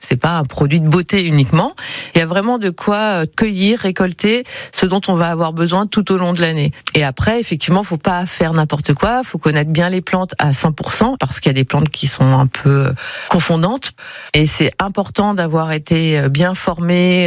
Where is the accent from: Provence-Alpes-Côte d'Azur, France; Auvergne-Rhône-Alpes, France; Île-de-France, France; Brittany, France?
Auvergne-Rhône-Alpes, France; chez nous, en Dromardèche